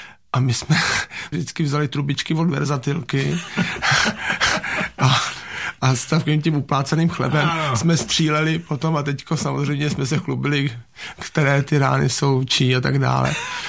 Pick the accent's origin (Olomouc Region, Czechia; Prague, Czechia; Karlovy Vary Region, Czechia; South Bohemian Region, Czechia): Prague, Czechia; A já jsem vyrůstal na Ořechovce, což je takové to jedno z prvních zahradních měst, které vyrostlo za první republiky a podělili se na tom významní čeští architekti.